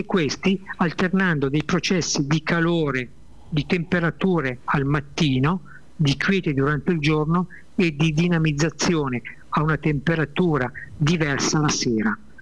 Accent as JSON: {"language": "Italian", "town": "Milan", "region": "Lombardy", "country": "Italy", "tie": "born or raised there", "said": "io sono nato a Milano"}